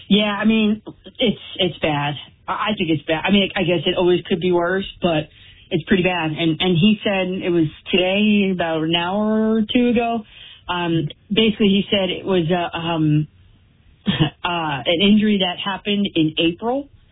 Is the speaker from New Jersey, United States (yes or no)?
yes; Dumont, New Jersey, United States; I'm from Dumas.